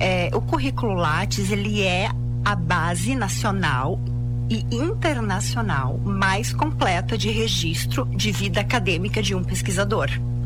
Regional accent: Porto Alegre, Rio Grande do Sul, Brazil; now in Lages, Brazil; que é em Porto Alegre, né? Que é minha terra, inclusive, sou de lá, né?

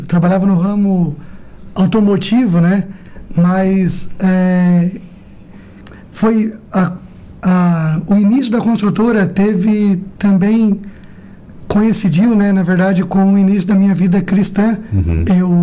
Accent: Jacinto Machado, Santa Catarina, Brazil; also born or lived in Criciúma / Maracajá; now in Araranguá, Brazil; Eu sou natural daqui, nasci em Jacinto Machado e sempre aqui da região. Sempre morei em Criciúma, morei em Araranguá. Moro em Araranguá, né? Morei em Maracajá, sempre fui daqui, sempre muito humilde

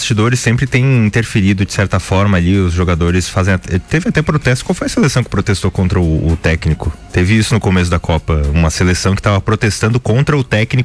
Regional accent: Brazil; a gente como brasileiro

